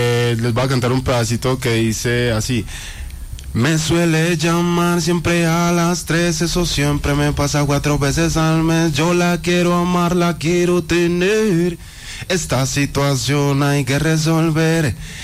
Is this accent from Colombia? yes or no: yes; Antioquia, Colombia; born there; also born or lived in Urabá, Antioquia / Rionegro, Antioquia; now in Medellín, Colombia; En estos momentos yo resido en la ciudad de Medellín. Ajá. Viví mucho tiempo en Río Negro. Nací en el Urabá antioqueño, pero siempre he vivido aquí en tierras paisas.